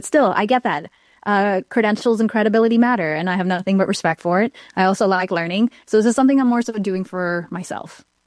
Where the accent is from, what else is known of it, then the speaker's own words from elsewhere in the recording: Ohio, United States; I grew up in Ohio, went to Ohio State.